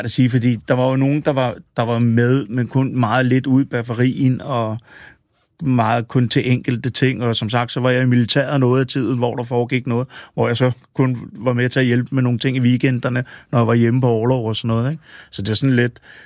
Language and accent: Danish; Copenhagen, Capital Region of Denmark, Denmark; Jeg er født og opvokset på Østerbro, ja.